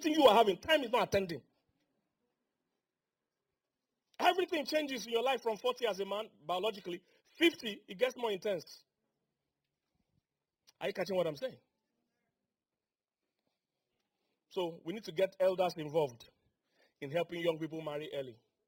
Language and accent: English; Nigeria